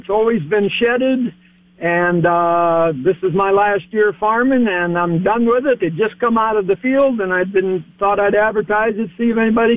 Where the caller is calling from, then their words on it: Alton, Iowa, United States; from Alton, Iowa.